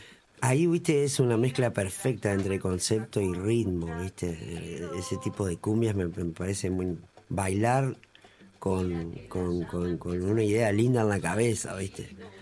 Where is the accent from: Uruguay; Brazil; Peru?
Uruguay; Salto; Es y salteña, porque se hace desde acá y yo soy de acá